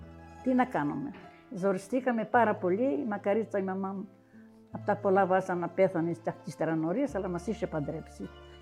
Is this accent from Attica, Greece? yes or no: no; Vorizia, Crete, Greece; Ήμουν και από τα Βορίζα, δεν ήξερα και πολλά.